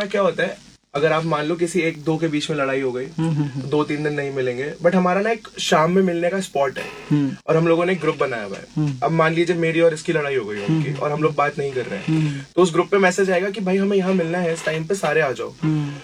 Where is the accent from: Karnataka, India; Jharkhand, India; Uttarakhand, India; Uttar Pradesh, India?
Uttar Pradesh, India; Moradabad; मैं civil lines से।